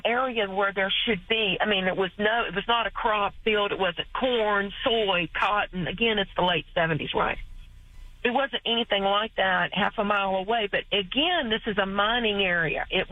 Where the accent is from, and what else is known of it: Virginia, United States